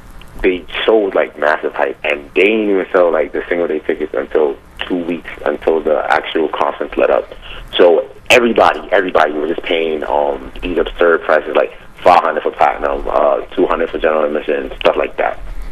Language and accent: English; Newark, New Jersey, United States; Homegrown, but I'm from Newark, New Jersey